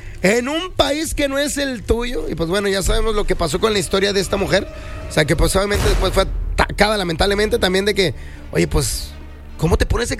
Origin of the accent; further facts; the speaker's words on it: San Nicolás, Nuevo León, Mexico; born there; yo soy mexicano, güey, nací aquí en San Nicolás, menso.